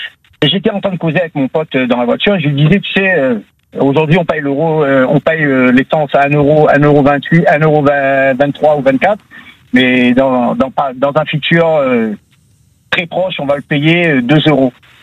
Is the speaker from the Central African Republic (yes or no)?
no; Réunion; now in Canet-en-Roussillon, France